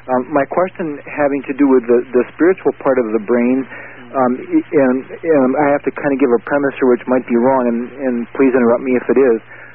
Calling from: North Dakota, United States; I'm calling you from North Dakota.

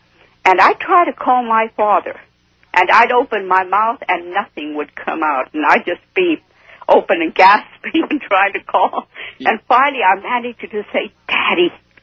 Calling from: Bakersfield, California, United States; from Bakersfield.

